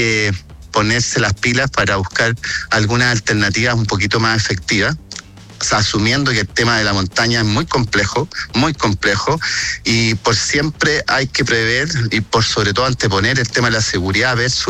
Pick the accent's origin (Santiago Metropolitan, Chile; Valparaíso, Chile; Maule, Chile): Valparaíso, Chile; Los Andes; born there; los que nacimos acá en Los Andes